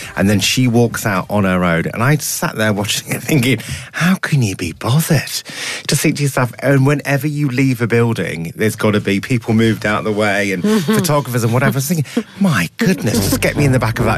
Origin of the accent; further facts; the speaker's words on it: Leicester, East Midlands, United Kingdom; I'm a Leicester boy